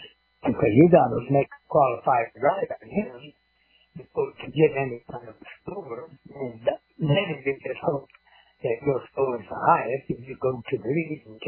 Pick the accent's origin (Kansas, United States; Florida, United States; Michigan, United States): Michigan, United States; Owosso; Born and raised in Michigan. In fact, I got on my first bull up there when I was 15 years old, 1959, and got started in rodeo there in Michigan.